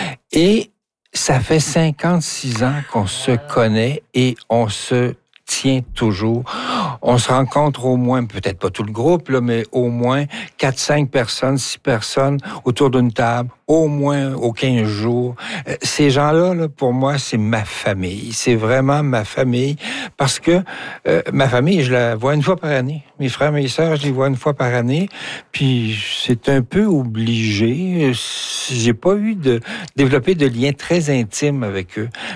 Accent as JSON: {"language": "French", "town": "Rivière-du-Loup", "region": "Quebec", "country": "Canada", "moved": "as an adult", "lives_now": "Rouyn-Noranda, Canada", "said": "Je suis arrivé à la sortie de l'université à Rouyn-Noranda en 71. Puis je venais de Rivière-du-Loup, du bas du fleuve."}